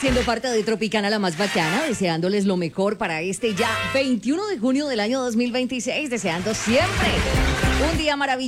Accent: Colombia; Ánimo porque como colombianos y de acuerdo a lo que cada uno piensa, quiere, espera, ya eligió su candidato

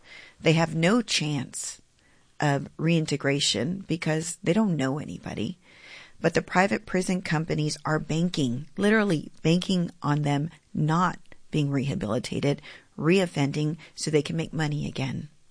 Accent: Texas, United States; now in Austin, United States; I grew up in the Valley, yes. I'm a legislator who represents Central Texas, Austin, in the Texas House, but I am born and raised in the Rio Grande Valley.

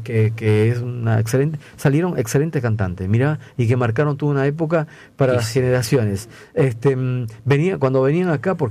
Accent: Peru; now in Rosario, Argentina; en mi país hay muchísima de raza negra, afroperuanos hay bastante.

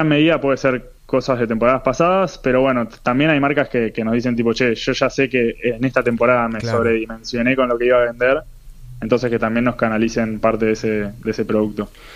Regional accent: Buenos Aires, Argentina; somos de Buenos Aires.

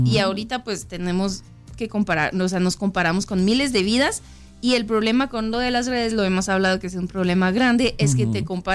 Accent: France; Spanish is a second language; moved away; Ya ven que yo soy de Francia y fui con mis hijos a Francia.

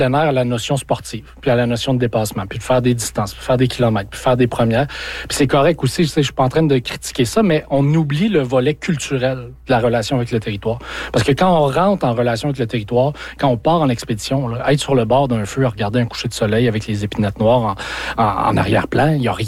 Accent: Quebec, Canada; Ça fait partie de nous, là, à titre de Témiscamingue.

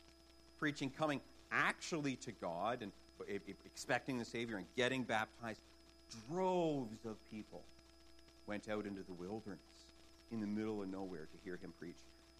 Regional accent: Canada; I'm Canadian, right?

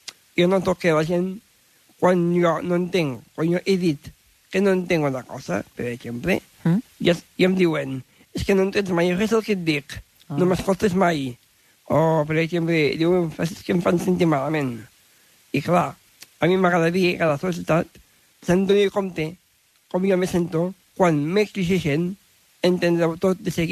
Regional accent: Tàrrega, Catalonia, Spain; Perquè clar, jo no ho he dit. Jo soc de Tàrrega.

